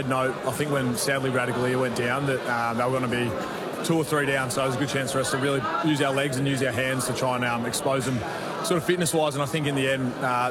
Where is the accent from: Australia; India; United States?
Australia; Fremantle, Western Australia; now in Melbourne, Australia; Yeah, I'm definitely a WA boy at heart. All my family's there. My missus' family's there. We're from Freo, so that's always going to be in my heart. But I have really loved moving to Melbourne.